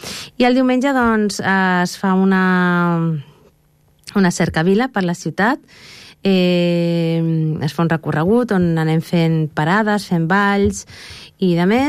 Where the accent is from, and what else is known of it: Catalonia, Spain